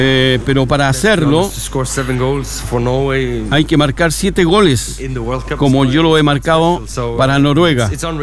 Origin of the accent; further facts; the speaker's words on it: Chile; los chilenos decimos